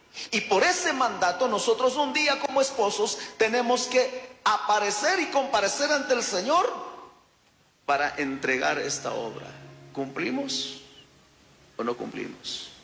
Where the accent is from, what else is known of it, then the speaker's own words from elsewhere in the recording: Chimborazo, Ecuador; yo soy de Cacha